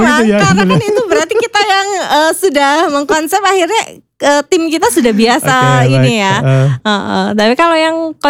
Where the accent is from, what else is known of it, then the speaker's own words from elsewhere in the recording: Purbalingga, Central Java, Indonesia; Saya dari Purbalingga.